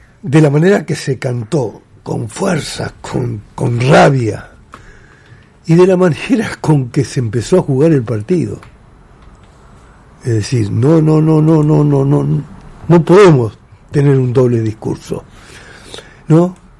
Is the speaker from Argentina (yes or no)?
yes; Argentina